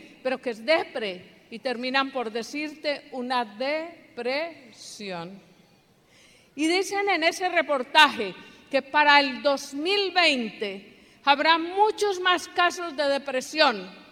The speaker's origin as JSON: {"language": "Spanish", "town": "Medellín", "region": "Antioquia", "country": "Colombia", "said": "en mi tierra, en Medellín."}